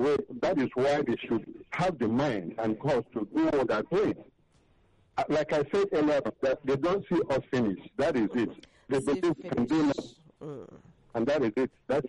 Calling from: Lagos, Nigeria; I'm not calling from Major Lagos.

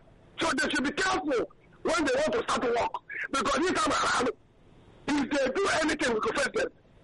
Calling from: Koboko, Northern Region, Uganda; Yes, that's right. Yes, my Koboko.

